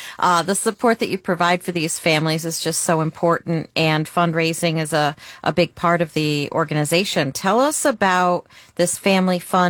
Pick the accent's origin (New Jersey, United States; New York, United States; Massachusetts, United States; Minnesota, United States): New York, United States; now in Houston, United States; I grew up in New York